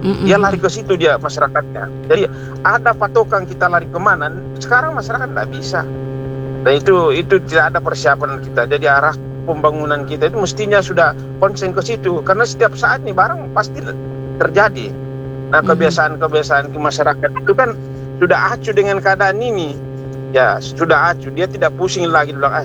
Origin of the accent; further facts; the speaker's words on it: West Sumatra, Indonesia; karena di samping kita Minang sudah terbiasa dengan apa namanya gempa